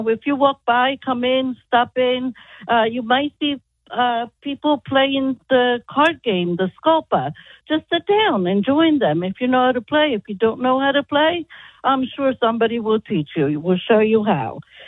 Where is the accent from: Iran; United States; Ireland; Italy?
Italy; Calabria; accent: Calabrese; moved away; in our Calabrese dialect, means an old pot. And growing up in Italy